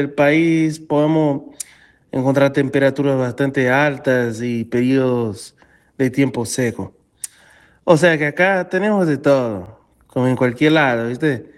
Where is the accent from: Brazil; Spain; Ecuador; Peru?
Brazil; como somos los brasileños